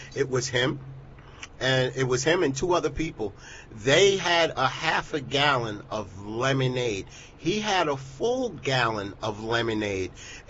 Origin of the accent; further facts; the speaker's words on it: Roosevelt, New York, United States; born there; I'm from Roosevelt.